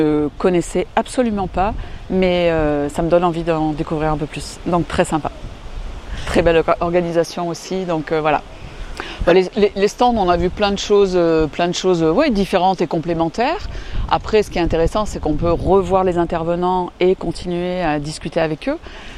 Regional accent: Auvergne-Rhône-Alpes, France

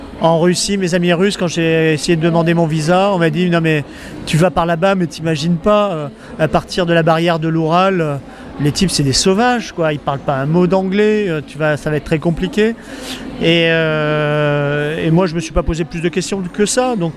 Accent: France; moi j'ai pas besoin de visa pour les États-Unis, je suis français.

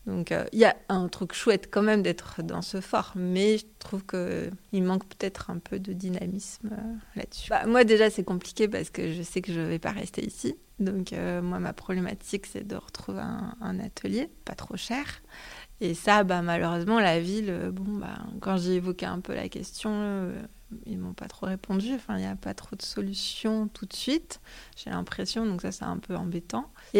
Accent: Toulouse, Occitanie, France; now in Le Havre, France; Alors, ça fait 11 ans que je suis au Havre, mais à la base, je suis de Toulouse.

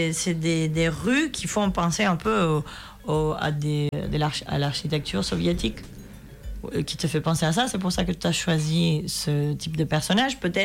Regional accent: Tenerife, Canary Islands, Spain; moi je viens de Tenerife

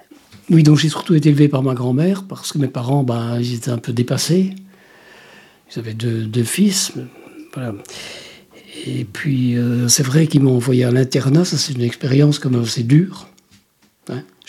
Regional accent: Wallonia, Belgium; moved away; je suis originaire des Ardennes belges. Donc c'est une région, voilà, je ne dis pas montagneuse, mais de collines, de rivières sauvages, de cerfs, de biches, de sangliers.

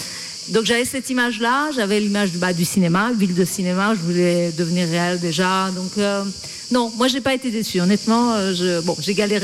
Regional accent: Iran; French is a second language; moved away as an adult; now in France; D'abord seule, avec des choses, des bouts d'Iran que j'ai fait emmener, mes livres, mes cassettes.

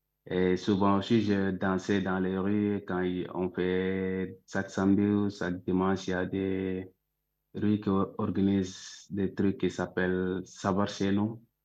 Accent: Dakar, Senegal; moved away as an adult; now in Essaouira, Morocco; Oui, en fait, j'étais au Sénégal, j'ai grandi à Dakar et j'étais un joueur de foot.

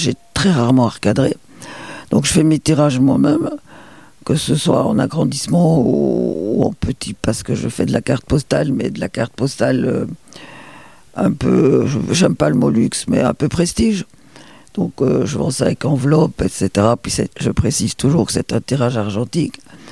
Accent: Belgium; moved away as an adult; now in Châtillon-en-Diois, France; Je suis belge aussi, il est parfait. Et voilà. Moi, j'étais à l'internat en Belgique, très jeune, à partir de 8 ans jusqu'à mes 20 ans.

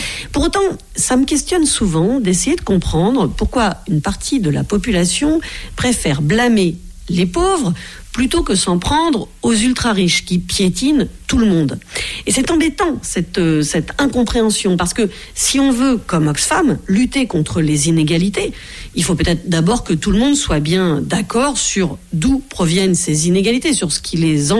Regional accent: France

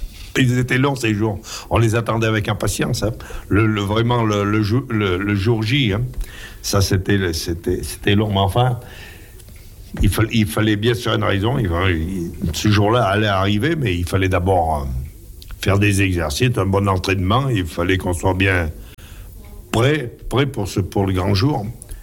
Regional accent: France; Alors, étant donné que nous étions français, il nous avait donné la priorité

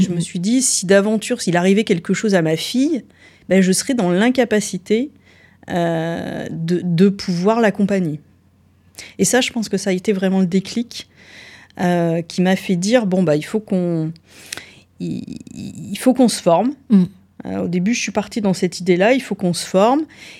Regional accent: Auvergne-Rhône-Alpes, France; moved away as an adult; now in Valence, France; je suis auvergnate d'origine.

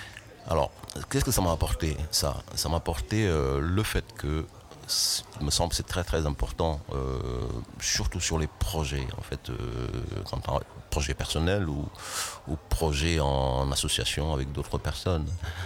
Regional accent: Senegal; c'est un mot que j'entendais même pas parler chez moi au Sénégal

